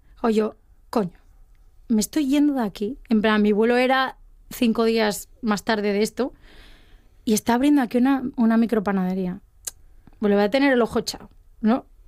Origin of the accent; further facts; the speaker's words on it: Asturias, Spain; now in Edinburgh, United Kingdom; yo soy asturiana